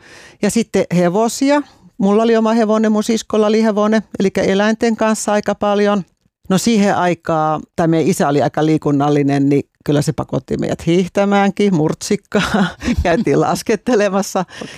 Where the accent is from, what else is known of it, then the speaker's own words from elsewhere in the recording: Vilppula, Pirkanmaa, Finland; kun olin lähtöisin pienestä vilppulasta, että minä olen päässyt maailmalle ja tänne minä jään.